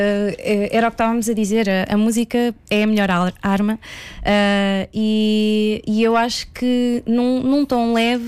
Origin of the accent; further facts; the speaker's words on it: Coimbra, Centro, Portugal; now in Lisbon, Portugal; posso não ser alfacinha, mas que importa de onde sou, porque eu também não sou de cá, eu sou de Coimbra, e vim aqui parar, e fui super bem recebida